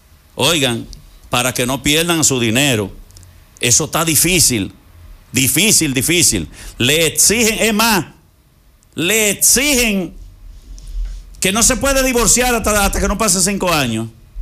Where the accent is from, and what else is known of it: Dominican Republic